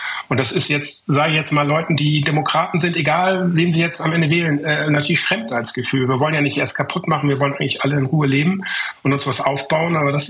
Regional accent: Hamburg, Germany; Ich komme ja aus Hamburg.

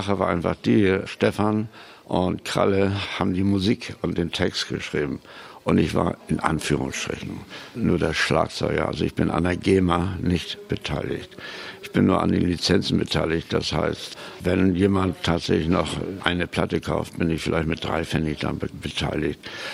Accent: Lower Saxony, Germany; born there; also born or lived in Varel / Oldenburg; now in Wilhelmshaven, Germany; Nein, ich bin hier oben geboren. Ich bin in Sonderbusch geboren, das ist in der Nähe von Wilhelmshaven. Und mein erster Atemzug war Salzluft, Jodluft und die Temperatur hier oben in Norddeutschland.

